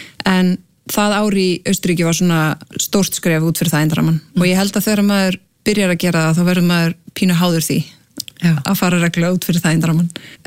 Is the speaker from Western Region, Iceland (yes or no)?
yes; Akranes, Western Region, Iceland; það eru tveir grunnskólar á Akranesi, ólst upp á Vestugötu.